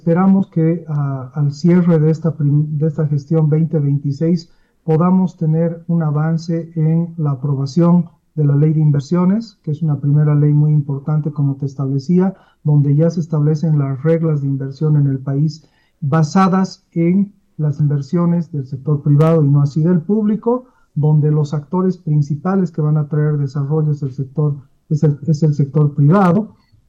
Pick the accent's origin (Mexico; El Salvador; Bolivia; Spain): Bolivia